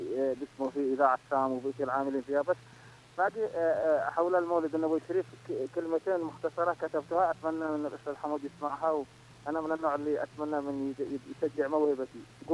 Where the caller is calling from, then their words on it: Tihama, Yemen; عندنا في تهامة